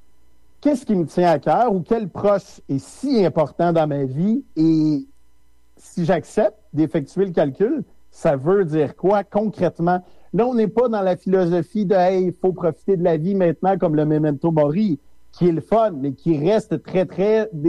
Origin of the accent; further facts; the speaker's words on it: Quebec, Canada; now in South Shore of Montreal, Canada; C'est ma région natale, là.